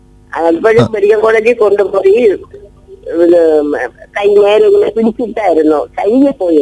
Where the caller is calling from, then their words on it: Peyad, Kerala, India; ഞാൻ പേയാട് നിന്നാണ്.